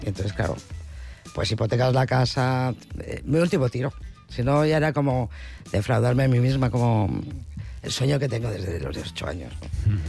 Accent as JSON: {"language": "Spanish", "region": "Basque Country", "country": "Spain", "moved": "as an adult", "lives_now": "Madrid, Spain", "said": "con 19 años porque era de un caserío. Y claro, en Madrid yo estaba todo el rato reivindicando que yo soy del País Vasco, ¿qué pasa aquí, no?"}